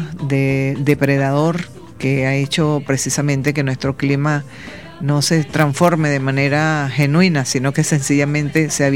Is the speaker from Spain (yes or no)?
no; Venezuela; porque así somos todos los venezolanos.